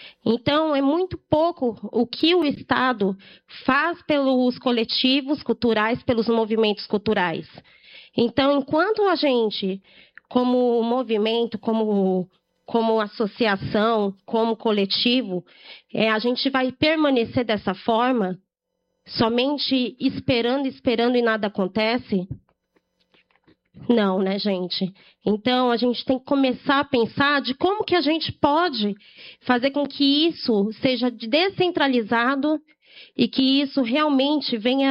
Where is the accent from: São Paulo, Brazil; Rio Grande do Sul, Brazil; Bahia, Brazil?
São Paulo, Brazil; E eu venho até mesmo representando a minha Zona Leste, sou do Cangaíba